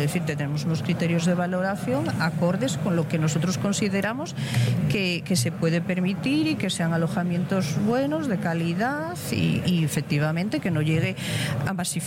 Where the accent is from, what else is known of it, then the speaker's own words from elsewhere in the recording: Asturias, Spain; Nosotros somos de Asturias